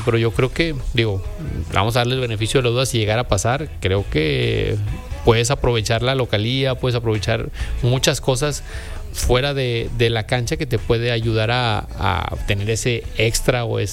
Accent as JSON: {"language": "Spanish", "country": "Mexico", "said": "como mexicanos queremos que avance"}